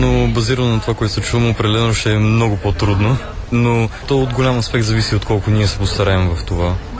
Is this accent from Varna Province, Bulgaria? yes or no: no; Plovdiv, Plovdiv Province, Bulgaria; Ние двамата сме от Пловдив.